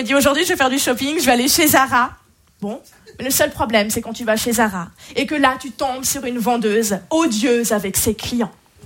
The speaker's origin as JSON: {"language": "French", "country": "Switzerland", "said": "Moi, à chaque fois que je dis à un Français que je viens de Suisse, il me dit toujours la même chose."}